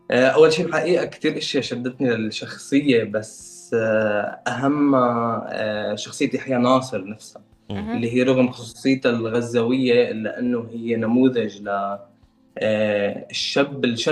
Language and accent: Arabic; Syria; نحن السوريين، يعني مطرحي كسوري نحن ربينا على مناصره القضيه الفلسطينيه